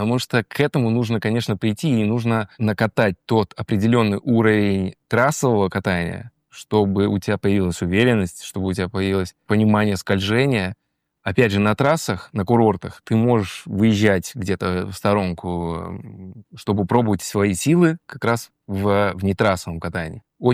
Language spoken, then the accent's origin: Russian; Kamchatka Krai, Russia; moved away; я родился на Камчатке, прожил первую часть своей жизни там.